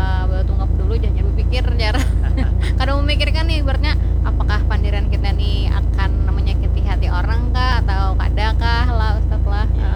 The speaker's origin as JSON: {"language": "Indonesian", "region": "South Kalimantan", "country": "Indonesia", "said": "Kita yang bukan siapa-siapa ini sepertinya ujar kita orang Banjar tuh harus banar."}